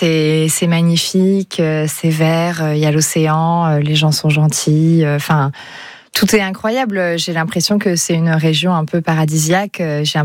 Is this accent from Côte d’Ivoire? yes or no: no; Mediterranean coast, France; moi, je suis plutôt une fille de la Méditerranée.